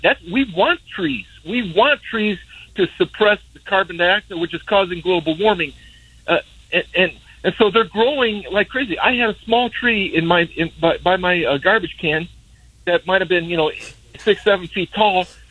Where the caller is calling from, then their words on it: Hammond, Indiana, United States; I'm calling from Hammond.